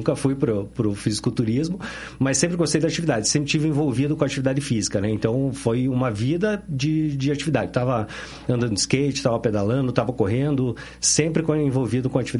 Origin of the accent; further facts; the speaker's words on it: Curitiba, Paraná, Brazil; born there; sou nascido aqui mesmo, em Curitiba.